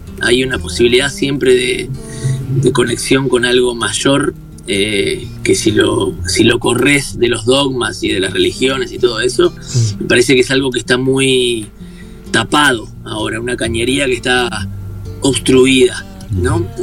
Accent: Uruguay; Soy súper uruguayo, sí.

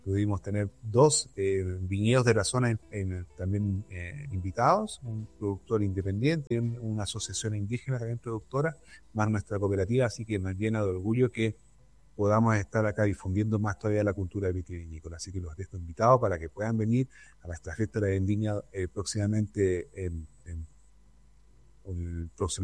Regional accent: Chile; nosotros como chilenos podamos visitar y tomar un vino de nuestro mismo desierto.

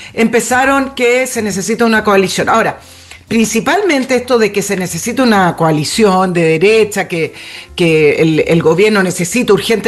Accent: Chile; somos chilenos

